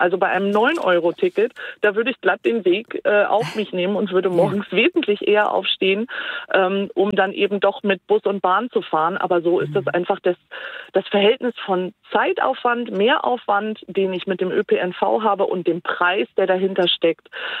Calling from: Hörstel, North Rhine-Westphalia, Germany; Ja, also ich komme aus dem Norden von Nordrhein-Westfalen, also im Kreis Steinfurt. Es ist eine sehr ländliche Region.

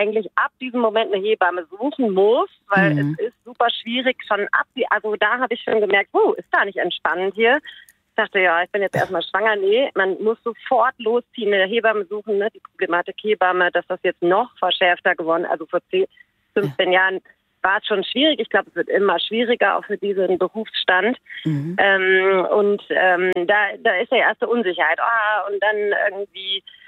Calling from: Cologne, North Rhine-Westphalia, Germany; Ich rufe aus Köln an. Ich bin Mutter einer 16-jährigen Tochter

